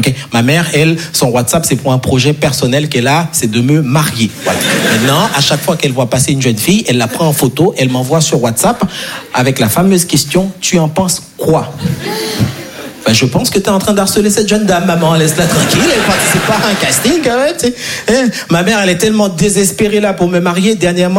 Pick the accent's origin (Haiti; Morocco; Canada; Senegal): Haiti; Je vais pas vous mentir parce que je suis né et grandi en Haïti. Et en Haïti, on n'a pas les 4 saisons.